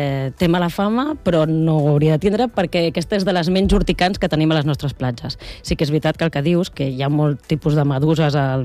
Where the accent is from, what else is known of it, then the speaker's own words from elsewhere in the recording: Barcelona, Catalonia, Spain; born there; now in Calafell, Spain; Jo vaig néixer a Barcelona, però fa més de 20 anys que estic aquí visquent assegut a Calafell.